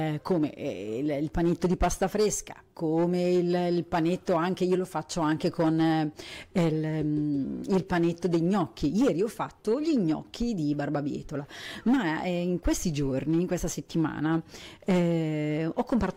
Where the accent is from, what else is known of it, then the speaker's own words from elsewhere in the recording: northern Italy, Italy; anch'io che sono una polentona, non mi va più di mettermi a cucinare alle 7